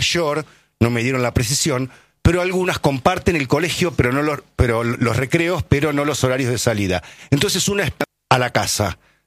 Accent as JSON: {"language": "Spanish", "town": "Colonia Caroya", "region": "Córdoba", "country": "Argentina", "tie": "born or raised there", "said": "Yo pasé mi infancia en Colonia Carolla desde los ocho años"}